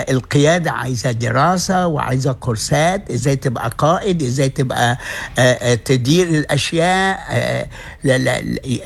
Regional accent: Egypt; عندنا في مصر

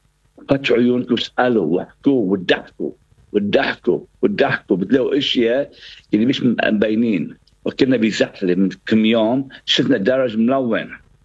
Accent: Kfar Dina, North Governorate, Lebanon; moved away as an adult; now in Sydney, Australia; أنا حظي حلو ما 18 سنة طلعت أنا دعمتي أنا أصلي من الشمال

